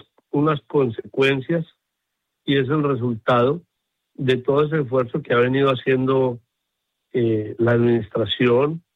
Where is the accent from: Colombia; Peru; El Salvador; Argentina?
Colombia; now in Santa Cruz de Tenerife, Spain; Hay un origen que es indiscutible, Colombia, y a mí me gusta hacer un guiño a mi tierra